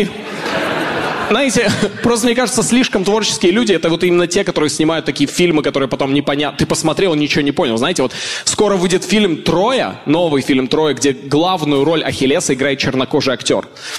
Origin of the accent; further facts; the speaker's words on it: Kazakhstan; я, блин, из Казахстана.